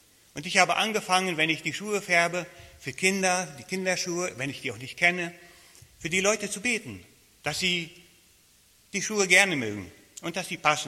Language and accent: German; Germany; moved away as an adult; und ja, wir kommen aus Deutschland, wie schon gesagt